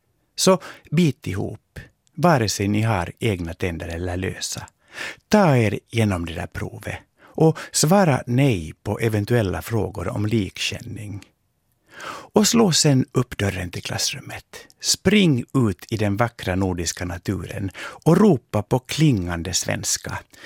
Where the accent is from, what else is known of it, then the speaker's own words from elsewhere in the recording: Finland; Men, invände jag är ju finlandssvensk. Jag kan inte ens finska, jag kan bara svenska.